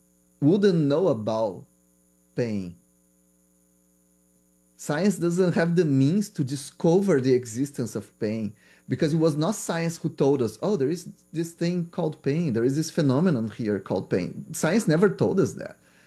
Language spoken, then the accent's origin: English; Brazil; English is a second language; because I'm from Brazil, and Brazil medical school is undergrad.